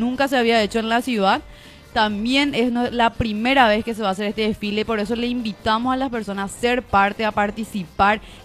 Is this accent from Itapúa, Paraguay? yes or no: yes; Fram, Itapúa, Paraguay; nosotros como paraguayos